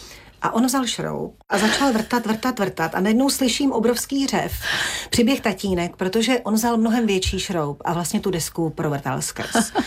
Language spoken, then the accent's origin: Czech; Vimperk, South Bohemian Region, Czechia; až když mi bylo 7 let, tak my jsme k mojí babičce na Solnou Lhotu chodili pěšky, což je z Vimperka, odkud pocházím, nějakých 5-6 kilometrů.